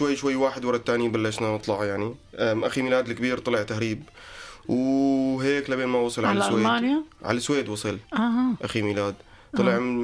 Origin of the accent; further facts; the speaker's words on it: Syria; also born or lived in Lebanon; now in Hamburg, Germany; أنا طلعت من لبنان طلعت بفيزا دراسة شوي مدلل أكثر من الناس السوريين البقية